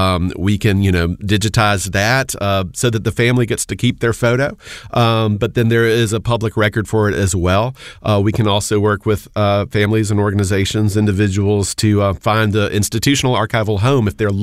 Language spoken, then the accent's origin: English; Montgomery, Alabama, United States; So when I discovered, you know, field recordings from the state of Alabama, I grew up in Montgomery, and I, you know, gravitated towards music that had a history that dovetailed in some ways with at least the place where I was from.